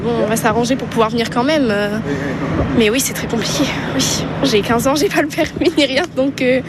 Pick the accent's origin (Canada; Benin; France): France; Mussidan, Nouvelle-Aquitaine; Moi, je suis de Mussidan, donc là, je suis en stage à Périgueux pendant 2 semaines.